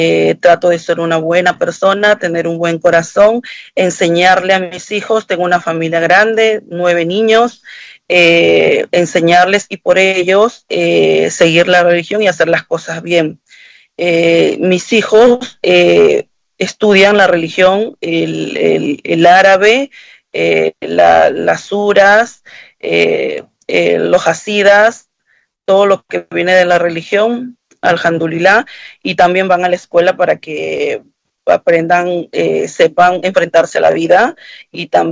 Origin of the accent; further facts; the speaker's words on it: Peru; now in Argentina; Yo no soy argentina, soy de latinoamericana, pero soy de Perú, de otro país cerca de aquí.